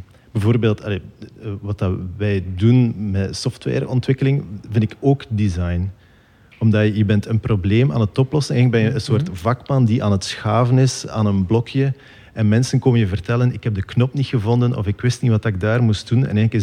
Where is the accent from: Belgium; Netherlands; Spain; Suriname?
Belgium; Nieuwpoort, Flanders; moved away as an adult; Ik kom van Nieuwpoort, van aan de zee.